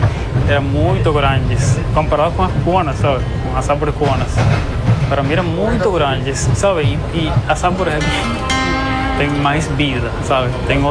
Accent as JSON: {"language": "Portuguese", "country": "Cuba", "moved": "as an adult", "lives_now": "Brazil", "said": "pedi refúgio, porque os cubanos não podemos pedir residência, não pertencemos ao Mercosul"}